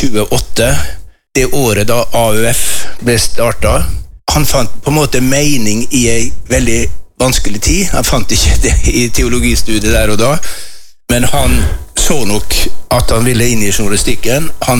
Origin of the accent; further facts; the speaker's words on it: Kristiansund, Møre og Romsdal, Norway; born there; Jeg ble født I Kristiansund etter krigen.